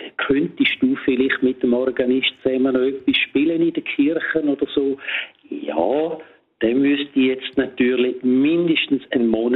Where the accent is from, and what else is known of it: Domat/Ems, Graubünden, Switzerland; born or raised there